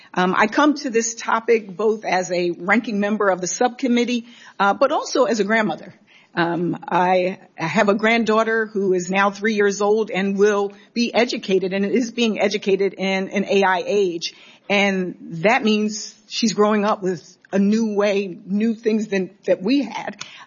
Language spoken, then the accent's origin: English; Delaware, United States; My home state of Delaware is doing amazing work on this front